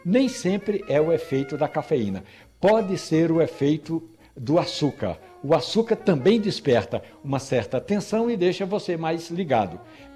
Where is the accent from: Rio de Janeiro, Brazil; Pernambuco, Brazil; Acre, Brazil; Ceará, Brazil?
Pernambuco, Brazil; Carnaíba; Olha, Edson, eu me lembro quando eu era pequeno lá em Carnaíba